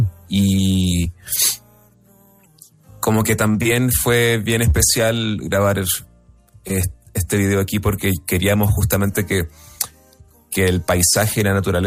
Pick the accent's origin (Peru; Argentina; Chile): Chile; now in Mexico City, Mexico; Somos todos chilenos.